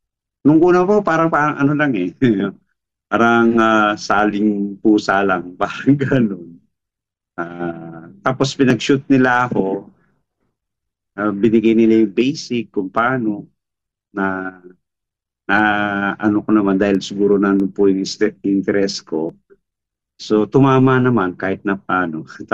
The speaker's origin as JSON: {"language": "Tagalog", "region": "Central Luzon", "country": "Philippines", "said": "First year high school ako nung mag-start na ako sa ngayon Tarlac State University dito sa probinsya namin sa Tarlac."}